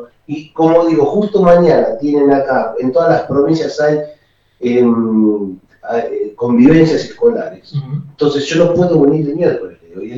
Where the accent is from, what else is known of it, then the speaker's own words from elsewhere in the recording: Bahía Blanca, Buenos Aires Province, Argentina; soy de Bahía